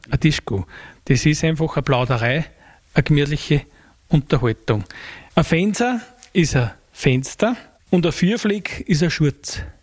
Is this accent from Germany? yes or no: no; Salzkammergut, Austria; Und Geschmoh ist bei uns in Salzkammergut was Nettes, Angenehmes.